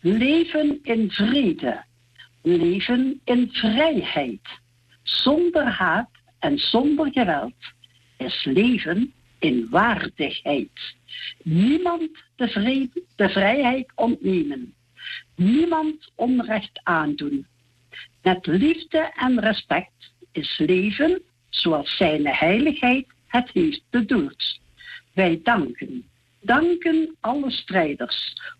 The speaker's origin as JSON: {"language": "Dutch", "town": "Veghel", "region": "North Brabant", "country": "Netherlands"}